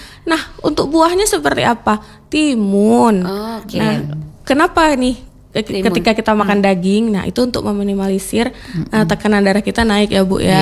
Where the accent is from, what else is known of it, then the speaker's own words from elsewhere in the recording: Aceh, Indonesia; kalau kita orang Aceh